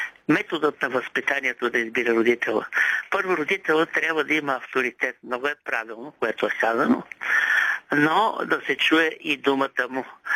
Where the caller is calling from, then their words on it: Vratsa, Vratsa Province, Bulgaria; от Враца.